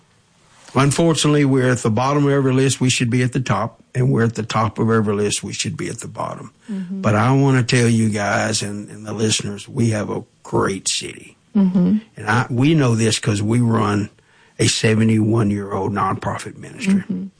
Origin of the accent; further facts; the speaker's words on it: Sunset Acres, Louisiana, United States; You know, I was born and raised. I was raised in Sunset Acres